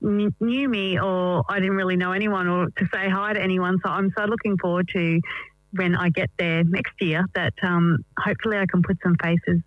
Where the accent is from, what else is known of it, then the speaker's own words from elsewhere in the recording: Ipswich, Queensland, Australia; in my hometown of Ipswich here in Queensland